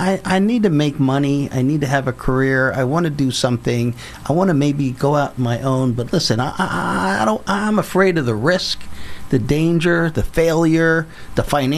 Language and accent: English; Philadelphia, Pennsylvania, United States; I grew up in Southwest Philly, where I still live with my wife and children. I went to Longstreth Elementary School, Turner Middle School